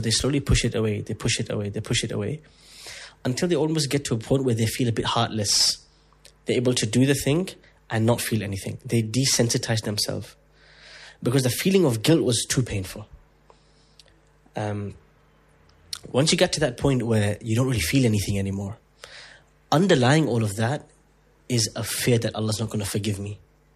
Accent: United Kingdom; also born or lived in United Arab Emirates; So I'm British, but ethnically half Indian, half Pakistani. Lived half of my life in the UAE, half of my life in the UK.

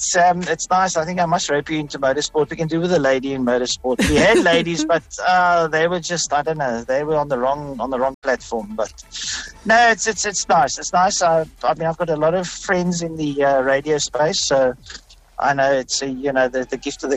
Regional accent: Cape Town, Western Cape, South Africa; moved away; I grew up in the south, eh? I grew up in Ottery, so I know the south very well. I'm an Ottery boy, as they say, yeah.

